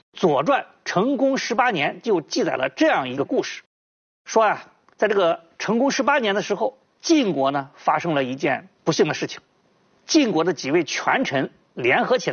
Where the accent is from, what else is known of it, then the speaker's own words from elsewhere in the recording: China; 我们中国人对于小麦的感情很深，近半数的中国人都是以面粉为主食